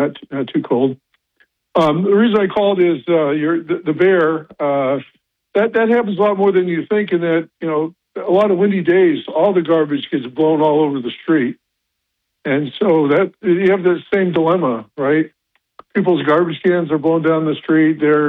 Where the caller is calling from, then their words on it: Endicott, New York, United States; from Endicott.